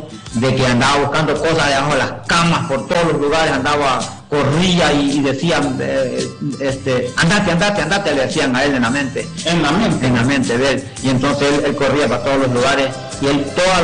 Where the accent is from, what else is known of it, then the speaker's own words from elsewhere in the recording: Puerto Cortés, Cortés, Honduras; Vengo de Puerto Cortés